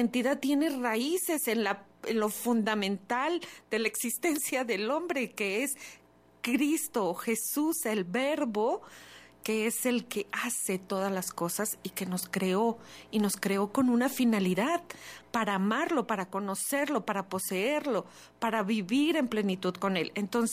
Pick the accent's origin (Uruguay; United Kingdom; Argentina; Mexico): Mexico; un año para recordar nuestra identidad como mexicanos.